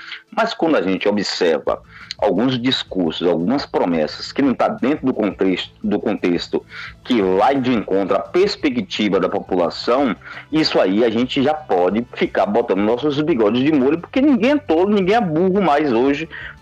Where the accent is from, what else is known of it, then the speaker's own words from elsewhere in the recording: Camamu, Bahia, Brazil; eu sou de Camamu